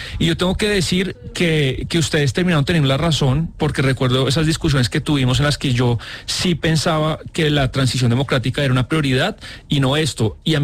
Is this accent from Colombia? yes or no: yes; Colombia; la esperanza para uno como colombiano era otra